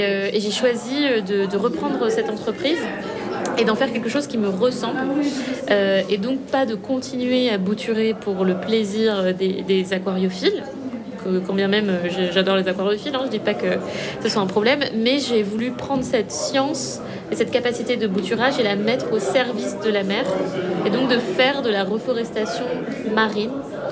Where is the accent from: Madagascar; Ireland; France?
Madagascar; Je suis née à Madagascar, j'y ai grandi et j'ai la chance d'avoir une mère qui vient du nord-ouest où il y a un très bel archipel qui s'appelle Nosy Be.